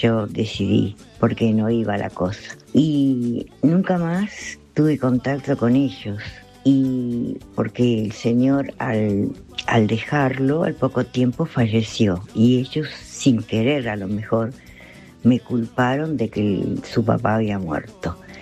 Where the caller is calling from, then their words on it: Mar del Plata, Buenos Aires Province, Argentina; soy de Mar del Plata.